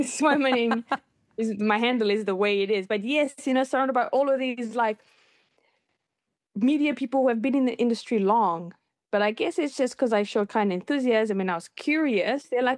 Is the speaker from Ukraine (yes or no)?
no; Fiji; now in Christchurch, New Zealand; I just was like, I'm coming from Fiji. Quite naive in terms of coming into a predominantly Kiwi white neighborhood, you know, white city.